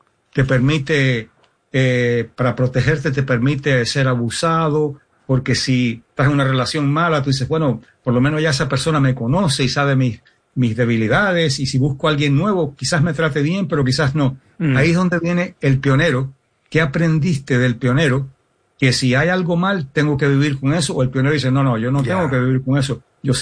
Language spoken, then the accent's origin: Spanish; Miami, Florida, United States; Y un ejemplo, yo me crié en Miami.